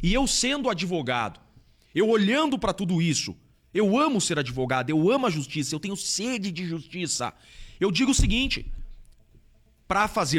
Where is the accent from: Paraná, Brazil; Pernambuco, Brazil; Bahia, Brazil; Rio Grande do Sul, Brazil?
Paraná, Brazil; Curitiba; born there; Eu sou nascido em Curitiba. Meu pai é nascido em Bela Vista do Paraíso, que é do lado de Londrina, e a minha mãe é nascida em Paranaguá.